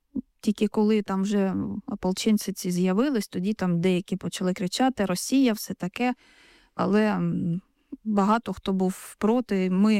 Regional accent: Sievierodonetsk, Luhansk Oblast, Ukraine; Я народилась в місті Сєвєродонецькій, виросла і до останнього дня там була, ніде більше не жила, тільки Сєвєродонецьк.

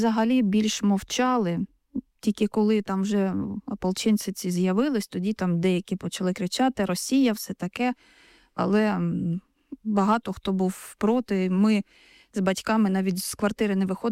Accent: Sievierodonetsk, Luhansk Oblast, Ukraine; Я народилась в місті Сєвєродонецькій, виросла і до останнього дня там була, ніде більше не жила, тільки Сєвєродонецьк.

